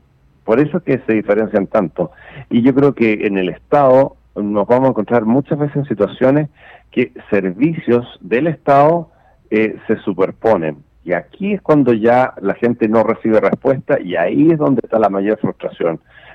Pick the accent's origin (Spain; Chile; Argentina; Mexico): Chile; todos nosotros como chilenos